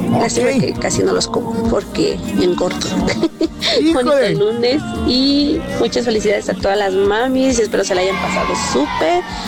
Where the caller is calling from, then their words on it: San José El Vidrio, State of Mexico, Mexico; de San José El Vidrio, escuchándolos aquí al 103.7.